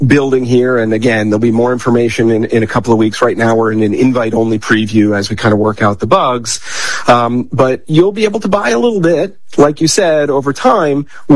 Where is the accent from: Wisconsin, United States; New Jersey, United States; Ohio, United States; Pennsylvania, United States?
Pennsylvania, United States; I grew up in Pennsylvania, right outside of Philadelphia, and I grew up in a very suburban area, so not like we were going out back and hunting.